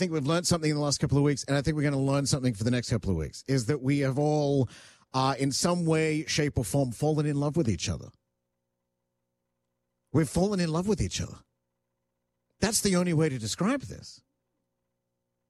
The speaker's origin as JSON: {"language": "English", "country": "Australia", "tie": "born or raised there", "said": "I grew up in Australia, so I can go, oh, the dominant culture in this city is Greeks."}